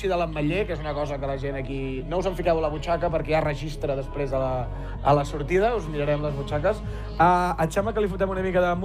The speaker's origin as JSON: {"language": "Catalan", "town": "Santa Eulàlia de Riuprimer", "region": "Catalonia", "country": "Spain", "said": "Soc de Santa Eulàlia de Riuprimer."}